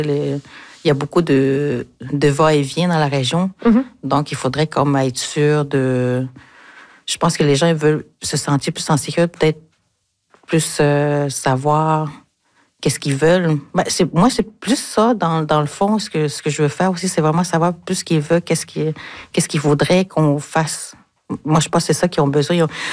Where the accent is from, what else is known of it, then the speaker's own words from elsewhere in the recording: Quebec, Canada; vu que je suis Innu de Nautarkoan, le territoire, c'est quelque chose qui est très important pour nous.